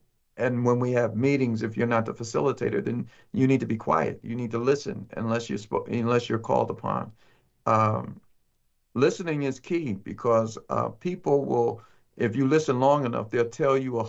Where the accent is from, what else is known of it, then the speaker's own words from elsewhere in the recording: New Jersey, United States; I'm from New Jersey, and we're not big on initiating conversation.